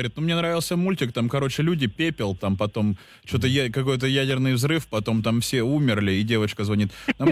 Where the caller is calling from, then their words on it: Saint Petersburg, Russia; из Питера.